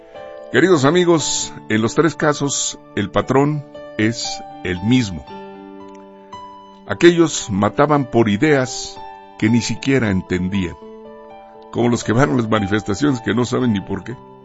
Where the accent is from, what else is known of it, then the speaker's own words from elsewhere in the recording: Mexico; estamos pagando en México